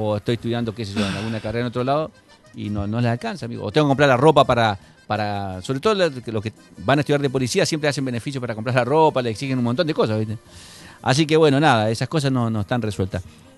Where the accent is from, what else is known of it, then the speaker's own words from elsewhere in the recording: Santa Fe, Argentina; la mayoría somos gente de San Javier que estudian allá.